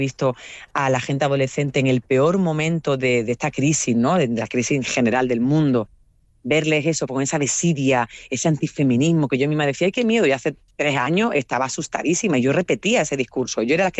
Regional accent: Andalusia, Spain; Pero yo soy andaluza, no soy catalana, ni soy vasca. Es decir, el norte del mismo país tiene un lugar que no tiene mi acento.

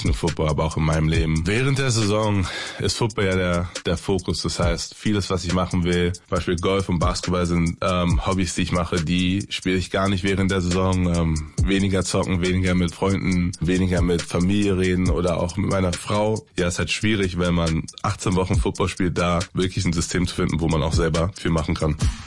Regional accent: Berlin, Germany; now in Texas, United States; bin in Berlin aufgewachsen, lebe jetzt in Texas

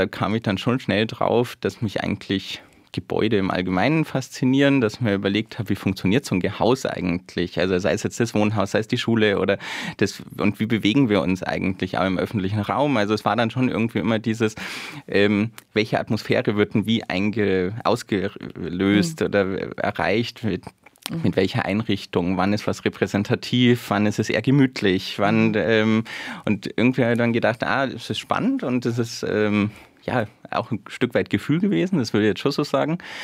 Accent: Bavaria, Germany; moved away as an adult; also born or lived in Bremen; bin eigentlich gebürtiger Bayer, komme aus der Nähe von Ingolstadt und wollte damals einfach einmal raus aus der Heimat.

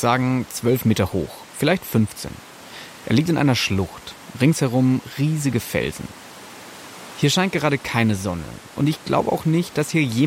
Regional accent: Bavaria, Germany; accent: Bavarian; Ich red bayerisch. Also manchmal zumindest. Ich packe meinen Dialekt gerne aus

